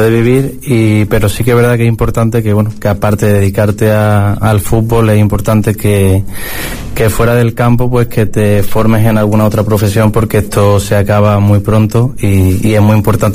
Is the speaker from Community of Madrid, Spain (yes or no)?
no; Málaga, Andalusia, Spain; moved away as an adult; now in Palencia, Spain; soy del Málaga porque nació allí, llevo toda mi vida allí y al final pues es el equipo de mi ciudad.